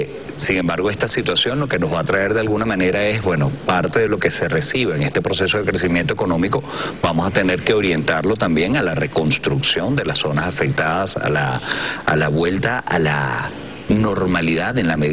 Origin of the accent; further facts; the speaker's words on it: Venezuela; la gran lección que podemos tener acá como venezolanos